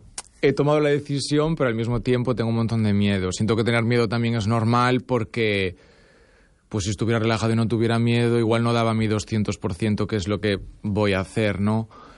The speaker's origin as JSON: {"language": "Spanish", "town": "A Coruña", "region": "Galicia", "country": "Spain", "moved": "yes", "said": "pues soy del norte de España, ¿sabes? Y me dicen, ¿del País Vasco? Y yo, no, del norte de España, más al oeste, ¿sabes? Encima de Portugal, porque si les dices Galicia no saben dónde está."}